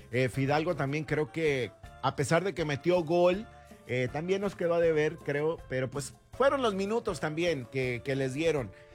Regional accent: Mexico; Y como mexicanos volvimos a creer, como mexicanos volvimos a unirnos

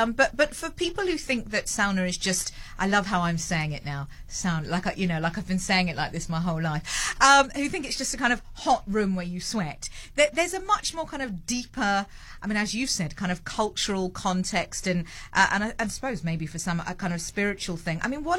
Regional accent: United Kingdom; accent: British; now in Cape Town, South Africa; I've been saying sauna in my terribly British accent.

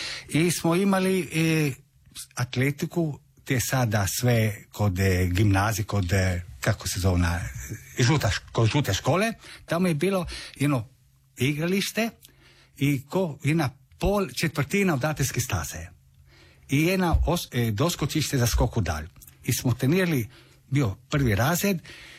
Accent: Pula, Istria County, Croatia; ja sam zajedno sa bratom do 93. smo imali isključivo talijansko državljanstvo i 93. smo, pošto smo rođeni u Puli, smo dali zahtjev i imao mi hrvatsko državljanstvo.

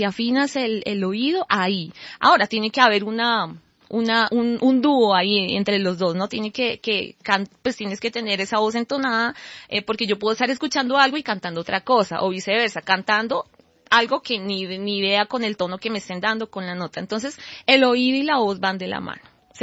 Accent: Bogotá, Colombia; a pesar de que soy cachaca, quizás a los cachacos no a todos se les da lo del movimiento

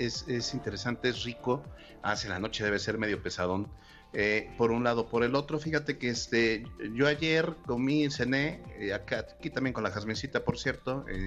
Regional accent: Mexico; lo que a nosotros nos interesa como mexicanos

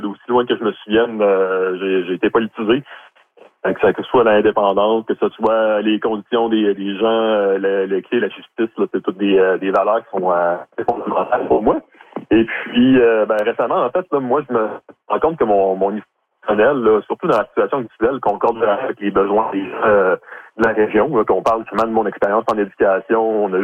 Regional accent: Trois-Rivières, Quebec, Canada; moved away; Moi, je viens de Trois-Rivières, d'ailleurs.

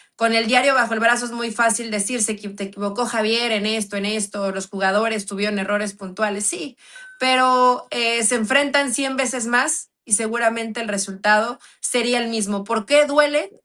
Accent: Mexico; Yo como mexicana

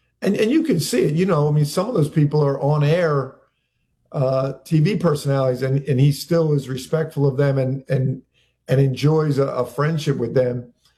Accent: Philadelphia, Pennsylvania, United States; But still, I'm from Philly.

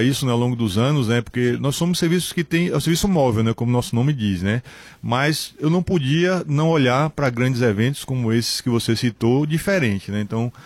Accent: Bahia, Brazil; Eu fico tranquilo para falar isso porque eu sou baiano, tá? Então eu não sou pernambucano.

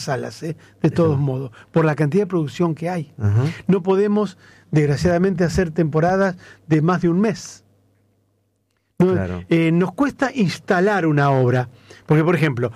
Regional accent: Rosario, Santa Fe, Argentina; Somos la segunda ciudad del país

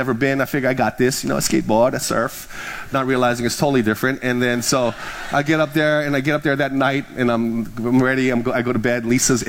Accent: Hawaii, United States; I'm from the Big Island, I've been to Mauna Kea, I know it's like 13,000, been to the summit.

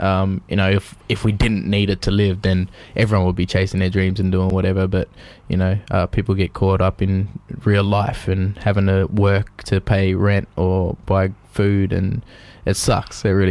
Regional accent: Mildura, Victoria, Australia; she was an elder of the community I grew up in Mildura.

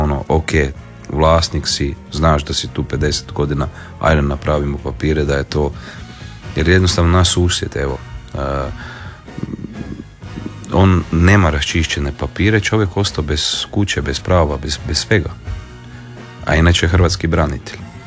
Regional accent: Marija Bistrica, Krapina-Zagorje County, Croatia; moved away as an adult; moje rodno selo, moje rodna gruda, bi rekli Zagorci, je Globočec, Marija Bistrica.

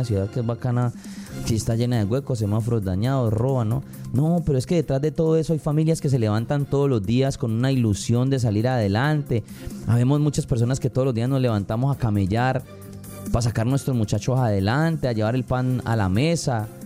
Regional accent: Cali, Valle del Cauca, Colombia

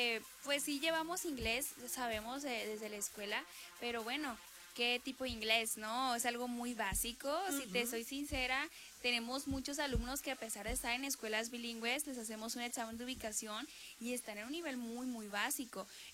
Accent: Mexico

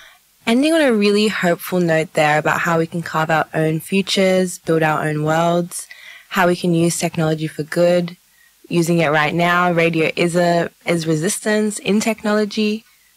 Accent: Malaysia; Or, you know, even in my home country in Malaysia, the same companies that are building it now in data centers in Western Sydney are also building out in my home country in Malaysia.

